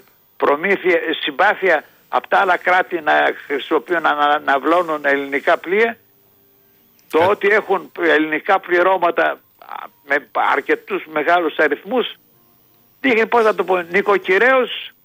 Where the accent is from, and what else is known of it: Greece